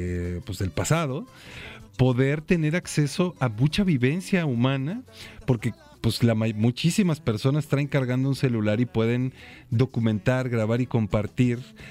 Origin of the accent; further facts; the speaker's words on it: Mexico; cómo somos los mexicanos.